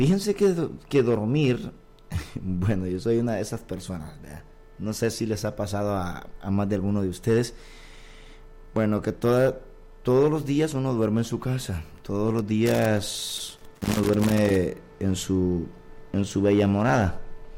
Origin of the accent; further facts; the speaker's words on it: El Salvador; que yo soy de acá de El Salvador, pero también alquilo, mi cuarto